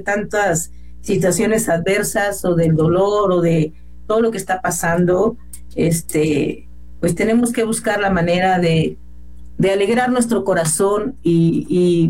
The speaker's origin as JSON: {"language": "Spanish", "town": "Los Mochis", "region": "Sinaloa", "country": "Mexico", "tie": "born or raised there", "moved": "yes", "said": "el lugar donde yo nací y donde yo pasé pues niñez y mi adolescencia. Así es que bendecimos a los mochis"}